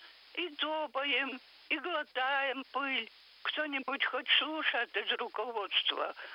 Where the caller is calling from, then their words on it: Vologda, Vologda Oblast, Russia; Я говорю из Вологды.